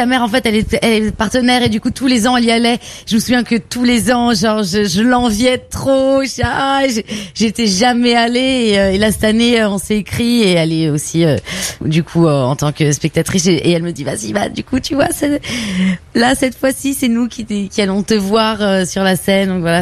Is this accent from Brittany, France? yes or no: yes; Brittany, France; born there; Ma mère est brésilienne, je suis née en Bretagne.